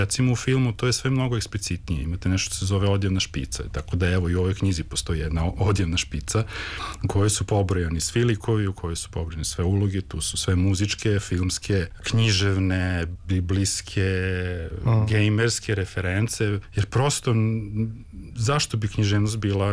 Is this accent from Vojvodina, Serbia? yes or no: yes; Novi Sad, Vojvodina, Serbia; Ja kao neko ja sam odrastao u Novom Sadu, ali sam jako puno vremena provodio u Tršiću, jer su mi i majka i otac iz Tršića.